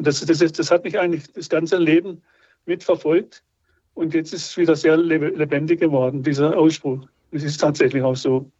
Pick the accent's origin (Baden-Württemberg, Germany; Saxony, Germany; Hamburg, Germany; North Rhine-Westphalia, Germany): Baden-Württemberg, Germany; ich stamme ja aus der Nähe von Freiburg